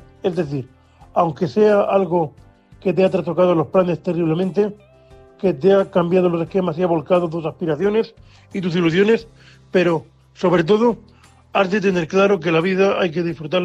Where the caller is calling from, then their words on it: Murcia, Region of Murcia, Spain; un saludo desde Murcia.